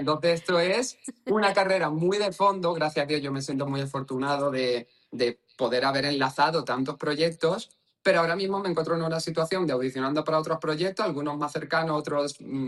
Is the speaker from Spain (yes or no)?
yes; Spain; nosotros, ya no solamente como artistas, sino como españoles en general, es un orgullo que salgan producciones by Spain